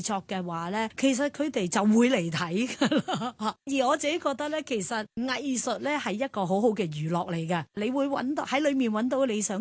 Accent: Hong Kong; 我哋香港人又好

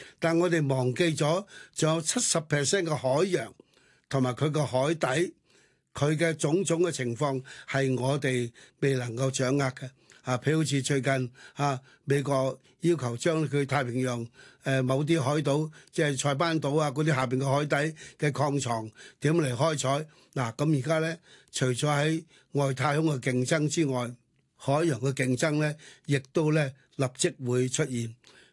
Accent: Hong Kong; 我们香港是一个联通世界的一个大的港口，它有优美的港口去联通到全世界，它有近代这百几两百年的历史和全世界的接轨

